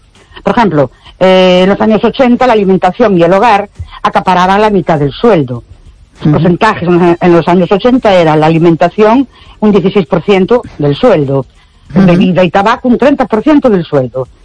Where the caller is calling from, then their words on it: Ourense, Galicia, Spain; Buenas noches … de Orense.